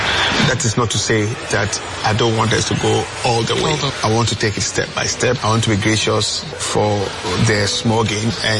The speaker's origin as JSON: {"language": "English", "country": "Ghana", "said": "I'm a Ghanaian"}